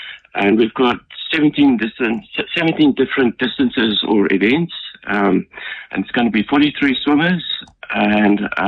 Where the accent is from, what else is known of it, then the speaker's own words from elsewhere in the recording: Cape Town, Western Cape, South Africa; I'm not French, as you think. If you look at my name, I'm just a plain South African. I'm from Cape Town.